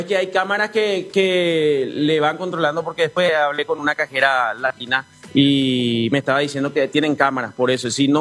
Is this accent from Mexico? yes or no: no; Paraguay